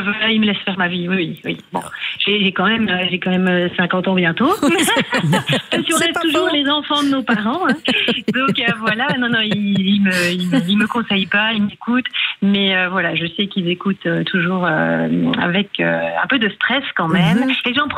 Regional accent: Longwy, Grand Est, France; dans la région d'où je viens, donc la région de Longwy, le bassin sidérurgique

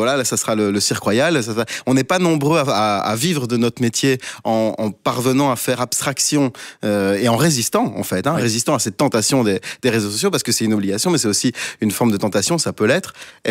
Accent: Brussels, Brussels-Capital Region, Belgium; quand on est bruxellois

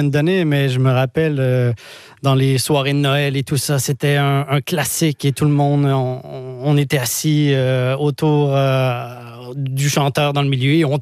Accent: Quebec, Canada; accent: Québécois; moved away as an adult; now in Belgium

